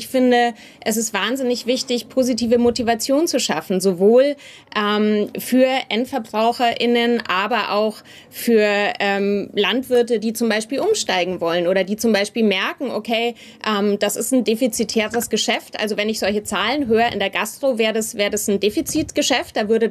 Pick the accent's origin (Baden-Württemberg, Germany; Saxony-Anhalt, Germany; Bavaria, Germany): Bavaria, Germany; Ich selbst bin auch mit Fleisch groß geworden. Ich bin in Bayern aufgewachsen. Ich bin mit all diesen Dingen groß geworden.